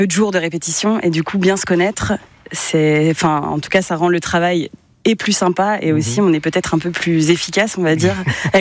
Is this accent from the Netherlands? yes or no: no; Pays de la Loire, France; Moi, je viens de Vendée.